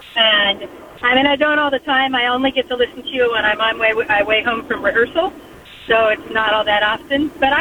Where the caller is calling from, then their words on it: Auburn, California, United States; I'm from Auburn, but when I moved back after college to Sacramento, I think it was, I'm going to date myself, I think it was 86.